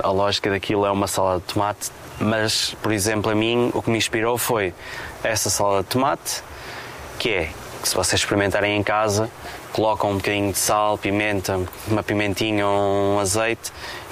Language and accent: Portuguese; Porto, Norte, Portugal; moved away as an adult; now in Algarve, Portugal; eu sou do norte, eu nasci no Porto, que é completamente o inverso. Enquanto o Algarve é o sul, o norte é o Porto. Vivi, trabalhei lá, estudei lá. Isso tem um tipo de cultura já completamente inverso ao Algarve, mas nos últimos 10 anos como estou cá